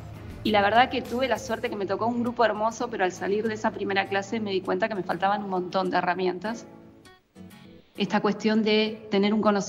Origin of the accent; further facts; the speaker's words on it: Río Negro, Argentina; Sí, me pasó en cuando vinimos a la región de Valle Medio, digamos, en realidad nosotros con mi familia vivíamos en Chuele, pero con mis hermanos veníamos a la escuela Luis Beltrán.